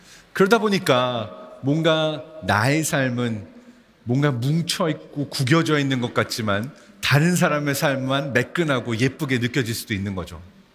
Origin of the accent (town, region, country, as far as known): Seoul, South Korea; born there; also born or lived in Germany